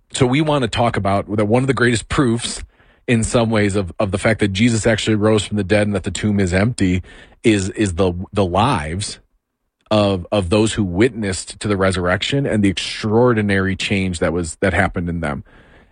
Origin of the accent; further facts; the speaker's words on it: Midwest, United States; I'm from the Midwest. I grew up hanging out in parking lots.